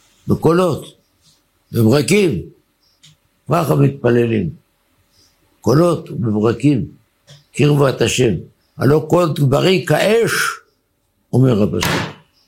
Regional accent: Bat Yam, Tel Aviv District, Israel; אני הייתי ילד, אני לא גדלתי באזור חרדי, אני בת ימי.

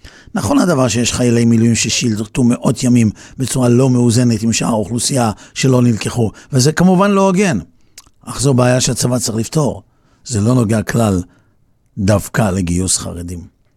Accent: Netanya, Central District, Israel; אני גדלתי בנתניה שהייתה בירת הכדורגל וכולנו שיחקנו כדורגל שהיינו ילדים.

